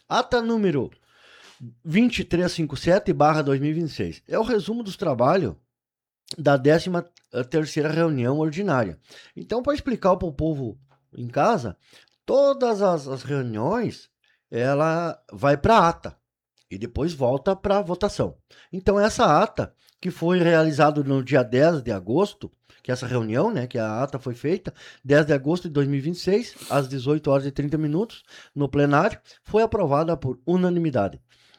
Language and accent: Portuguese; Santa Bárbara do Sul, Rio Grande do Sul, Brazil; eu sou da comunidade de Santa Bárbara do Sul